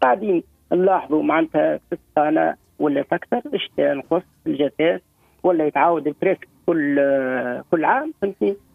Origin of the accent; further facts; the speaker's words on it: Tunisia; عندنا احنا في تونس